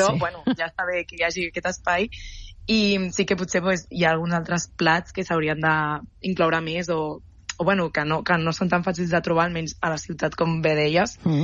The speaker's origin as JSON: {"language": "Catalan", "region": "Catalonia", "country": "Spain", "said": "com a catalans en general"}